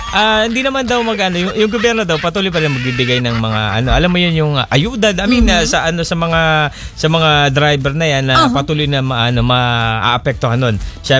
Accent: Bicol Region, Philippines; Akala ko, Bicolana ako. Naging Bisaya yung salita ko.

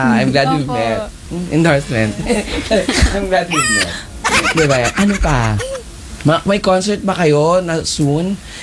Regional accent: General Trias, Calabarzon, Philippines; also born or lived in Bacoor; I'm from General Trias, pero dati kasi taga Bambog Bacoor ako.

